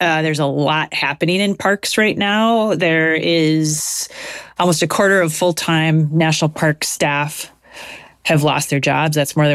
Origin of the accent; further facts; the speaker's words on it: Midwest, United States; Yeah, I'm from the Midwest. I know that's probably bad advice, but I think their jobs are really hard right now.